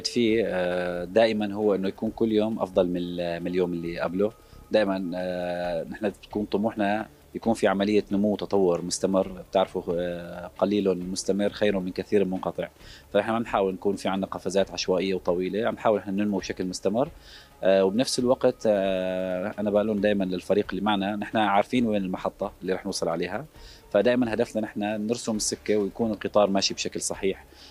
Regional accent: Aleppo, Aleppo Governorate, Syria; اقرب شيء ممكن اني باعتباري من حلب، فيعني ممكن بحب اسمع انا مشاكل موجوده بحلب اكثر يعني.

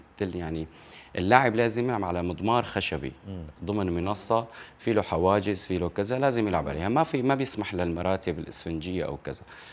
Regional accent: Syria; يعني هي الألعاب الرئيسية اللي عندنا بسوريا هي الجمباز الفني، الباركور والإيقاعي.

